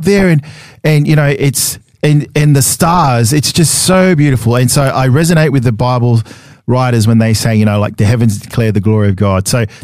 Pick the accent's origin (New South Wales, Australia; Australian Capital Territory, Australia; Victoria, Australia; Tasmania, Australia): New South Wales, Australia; Sydney; because I grew up in Sydney, went to primary school Sydney